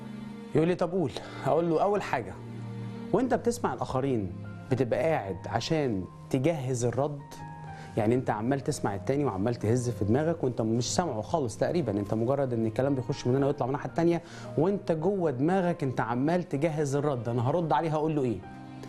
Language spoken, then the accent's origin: Arabic; Alexandria, Alexandria Governorate, Egypt; وأنت عارف أنا لما رحت اسكندرية أساسا لأن أنا أصلا من اسكندرية.